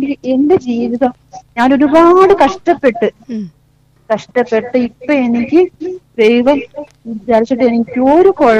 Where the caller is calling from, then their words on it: Kerala, India; ഞാൻ പുതിയകാവ്